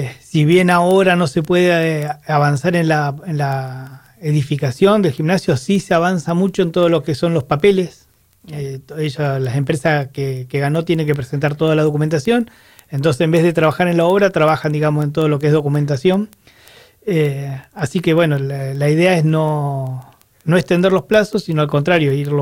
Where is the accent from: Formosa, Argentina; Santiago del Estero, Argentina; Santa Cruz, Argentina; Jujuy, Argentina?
Santa Cruz, Argentina; Puerto San Julián; born there; soy nacido en Puerto San Julián, así que santacruceño acostumbrado.